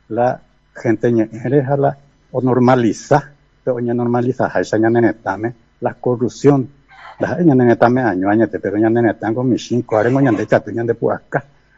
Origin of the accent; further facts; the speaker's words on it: Paraguay; como paraguayo, como pueblo paraguayo